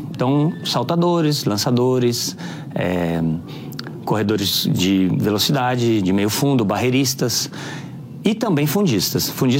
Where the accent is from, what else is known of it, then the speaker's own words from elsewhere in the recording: Campo Grande, Mato Grosso do Sul, Brazil; also born or lived in São Paulo; Eu voltei para minha cidade natal, Campo Grande, né, Mato Grosso do Sul, e lá eu fiquei 18 anos em São Paulo.